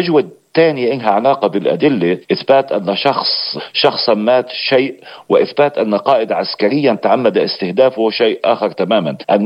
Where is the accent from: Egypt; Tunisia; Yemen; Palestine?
Palestine; نحن كفلسطينيين